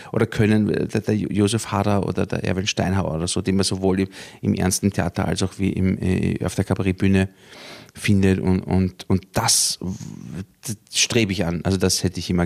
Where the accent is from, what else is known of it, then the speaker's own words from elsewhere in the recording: Vienna, Austria; Ich komme aus Favoriten, bin im 10. Bezirk aufgewachsen. Und eigentlich nie so wirklich weggegangen. Also ich wohne jetzt im fünften Bezirk, also es ist nicht so weit.